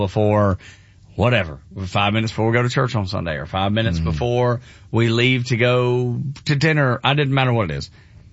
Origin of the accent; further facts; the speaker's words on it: Georgia, United States; I'm from Northwest Georgia and we love yeah, fried yeah, chicken.